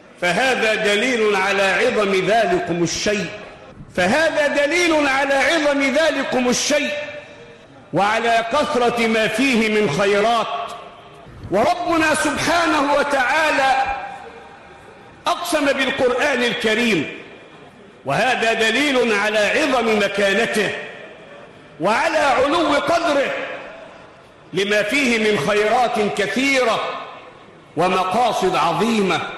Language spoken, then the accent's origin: Arabic; Egypt; واحفظ بلدنا مصر